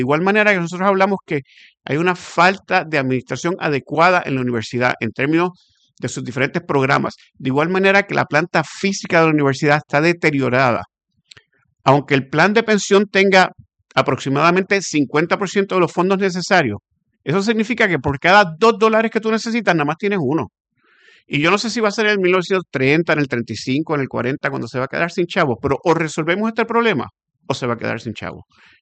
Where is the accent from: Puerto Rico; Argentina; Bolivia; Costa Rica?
Puerto Rico; Yo soy un puertorriqueño, yo vivo en Puerto Rico, mis hijos viven aquí, van a la escuela aquí, y yo soy parte de la sociedad puertorriqueña